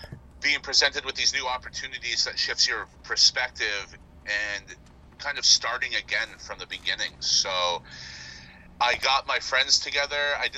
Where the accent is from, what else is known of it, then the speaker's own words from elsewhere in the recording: Toronto, Ontario, Canada; I'm from Scarborough. I'm born and raised here, still live here.